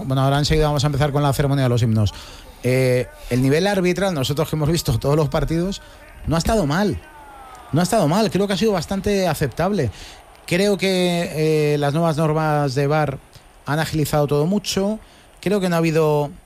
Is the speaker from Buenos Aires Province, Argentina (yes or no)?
yes; Quilmes, Buenos Aires Province, Argentina; Soy argentino, soy de Quilmes.